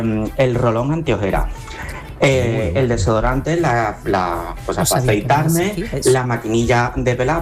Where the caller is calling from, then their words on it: Seville, Andalusia, Spain; de Sevilla.